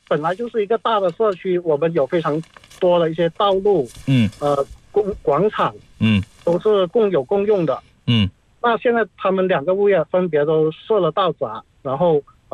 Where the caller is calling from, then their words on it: Huizhou, Guangdong, China; 我来自广东惠州博罗。